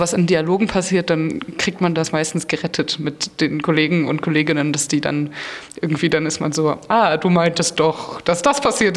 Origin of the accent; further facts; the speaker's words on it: Neustrelitz, Mecklenburg-Vorpommern, Germany; Ja, ich habe hier in Rostock schon studiert an der HMT und ich komme aus Neustrelitz.